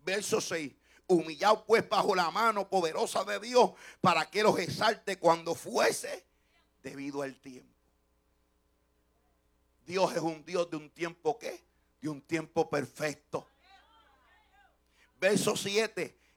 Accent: Puerto Rico; Es un dicho que dice en mi país Puerto Rico.

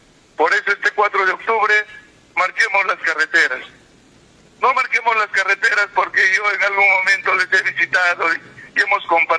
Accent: Yunguyo, Puno, Peru; mi querida ciudad de Yunguyo, a mis queridos 24 barrios, por donde he caminado yo a pie

